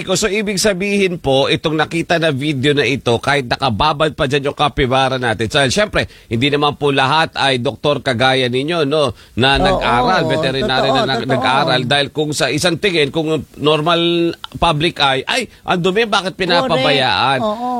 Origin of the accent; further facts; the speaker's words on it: Manila, Metro Manila, Philippines; kumbaga ako taga Maynila, not even taga Maynila ka